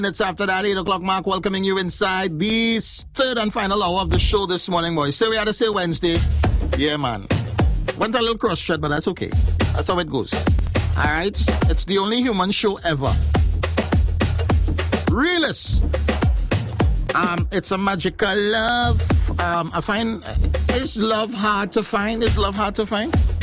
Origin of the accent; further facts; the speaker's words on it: Guyana; I'm from Guyana. I was watching your show and I've been interested. I'm 55 years old and I have 4 kids.